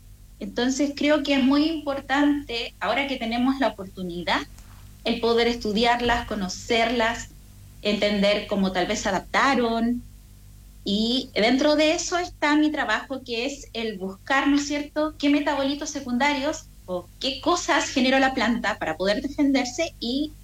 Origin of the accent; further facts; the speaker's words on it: Coyhaique, Aysén, Chile; moved away as an adult; also born or lived in Santiago; yo también soy de Coyhaique